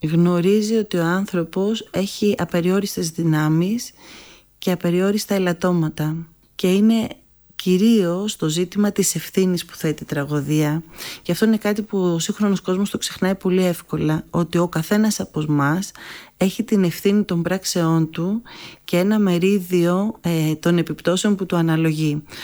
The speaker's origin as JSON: {"language": "Greek", "country": "Greece", "said": "ακριβώς επειδή είμαστε Έλληνες"}